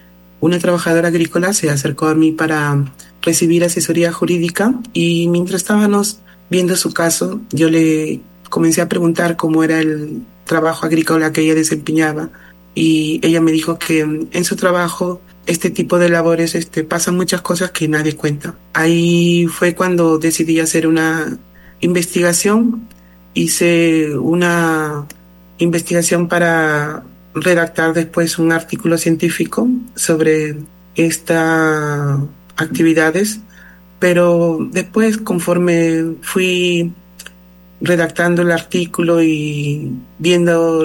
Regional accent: Ica, Peru; born there; ejerzo la abogacía en mi país, Perú, en el lugar donde nací, que es Ica.

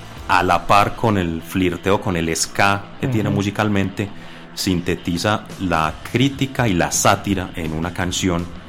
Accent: La Ceja, Antioquia, Colombia; yo soy del municipio de La Ceja.

